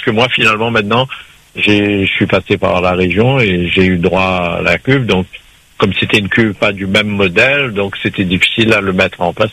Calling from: Saint-Denis, Réunion; Je suis sur Saint-Denis, dans les Hauts, donc voilà.

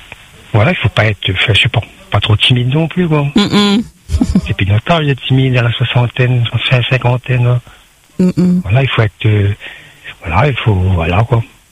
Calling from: Saint-Denis, Réunion; Là, je suis sur le Barachois

